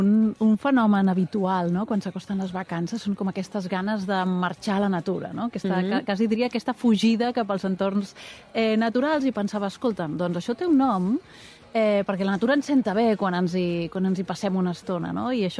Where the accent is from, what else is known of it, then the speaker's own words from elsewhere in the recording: Barcelona, Catalonia, Spain; jo he crescut a Barcelona